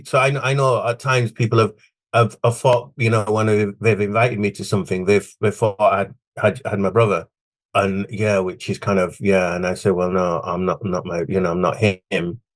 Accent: Bradford, Yorkshire and the Humber, United Kingdom; we were sort of born and brought up in Bradford.

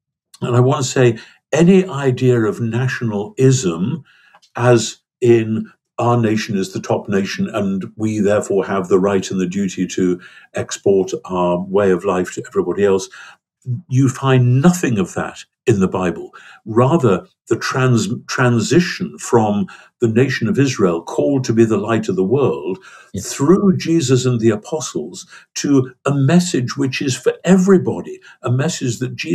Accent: United Kingdom

